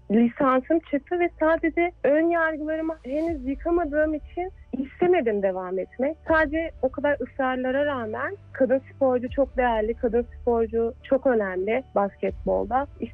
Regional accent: İzmir, Turkey; born there; İzmir doğumluyum.

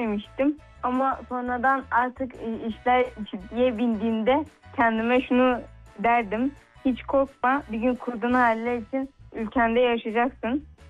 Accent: Gaziantep, Turkey; born there; 16 yaşındayım. 2010 Gaziantep doğumluyum.

